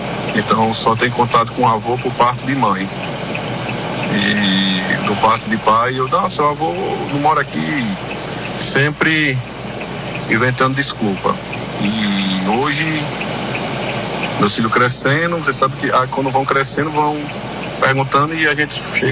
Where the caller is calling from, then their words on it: Natal, Rio Grande do Norte, Brazil; Eu sou de Natal, Rio Grande do Norte.